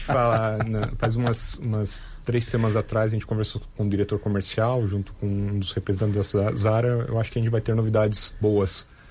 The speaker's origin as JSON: {"language": "Portuguese", "town": "Joinville", "region": "Santa Catarina", "country": "Brazil"}